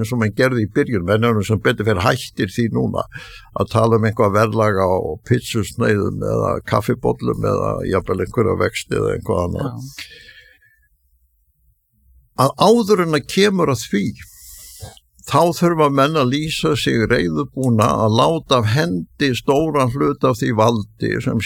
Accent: Þingeyri, Westfjords, Iceland; Það voru einhver vegir og Dýrafirði í Næstufirði þegar ég var alast upp á Þingri.

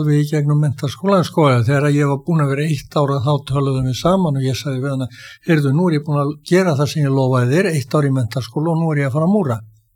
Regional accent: Reykjavík, Capital Region, Iceland; ég er uppalinn sko í Brekkakörfinni í Skólavörðaholti og var bjóð þar fram undir fermingaraldur.

